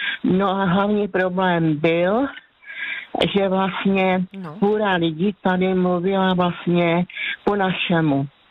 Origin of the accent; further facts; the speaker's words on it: Zlín Region, Czechia; No, protože prostě já jsem z Valašska, tam je zase jiná řeči